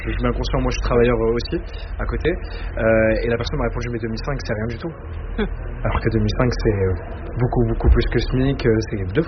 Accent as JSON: {"language": "French", "region": "northern France", "country": "France", "said": "moi je viens du nord de la France, l'habitude de les appeler les planquiers."}